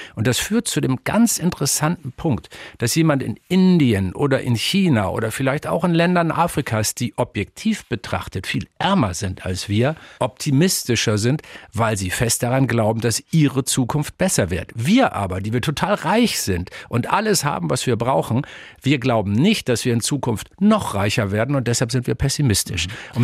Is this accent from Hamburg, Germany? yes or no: yes; Hamburg, Germany; ich komme aus Norddeutschland, in der Nähe von Hamburg, geboren und aufgewachsen.